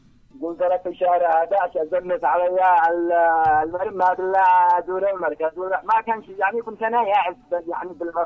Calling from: Yemen

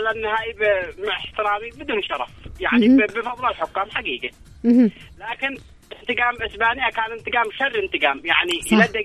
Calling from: Yemen; احنا عندنا في اليمن

